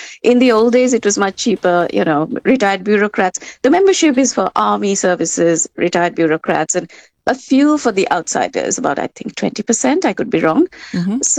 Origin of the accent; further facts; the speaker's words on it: Delhi, India; I mean, like you said, I grew up in Delhi. So always, one always knew the Gymkhana Club.